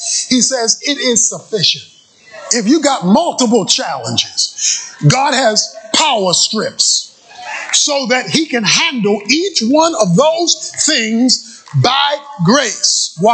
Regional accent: Baltimore, Maryland, United States; When I was growing up in Baltimore

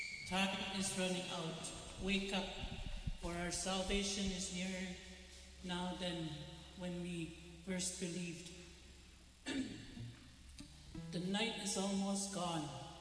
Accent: Split Lake, Manitoba, Canada; I'm from Spit Lake.

